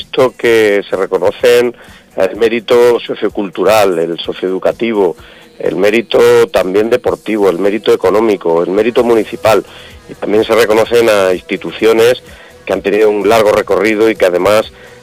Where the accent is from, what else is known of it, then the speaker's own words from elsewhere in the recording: Castilla-La Mancha, Spain; Es un momento para reivindicarse como manchegos, como pertenecientes a una tierra con una identidad propia